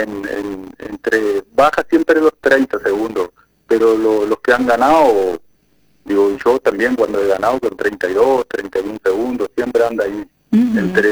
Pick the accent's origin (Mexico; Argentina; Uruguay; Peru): Uruguay; Pero nosotros como uruguayos siempre...